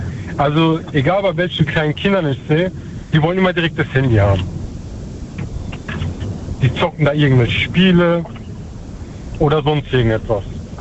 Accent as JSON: {"language": "German", "town": "Schwetzingen", "region": "Baden-Württemberg", "country": "Germany", "said": "also ich komme aus Schwetzing."}